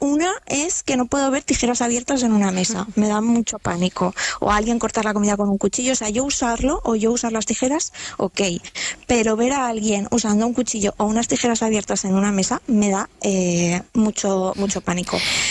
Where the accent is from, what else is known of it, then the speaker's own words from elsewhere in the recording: Valencian Community, Spain; siendo valenciana.